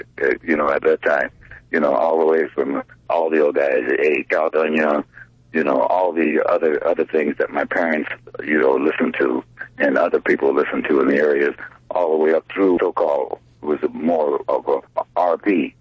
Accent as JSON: {"language": "English", "town": "Monrovia", "region": "California", "country": "United States", "tie": "born or raised there", "said": "I grew up in Monrovia, California. It's in Los Angeles County. And I grew up there up until probably around my 20 years."}